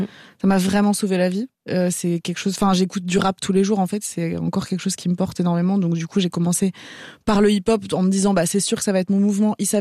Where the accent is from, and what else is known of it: Algeria; born there